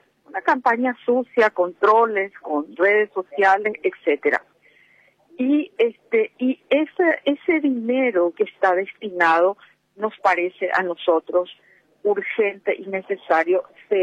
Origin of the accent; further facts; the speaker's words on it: Paraguay; somos paraguayos, somos gloriosos, somos el país gigante